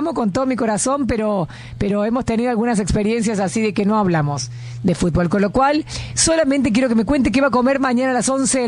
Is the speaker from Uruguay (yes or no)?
no; Argentina; Somos argentinos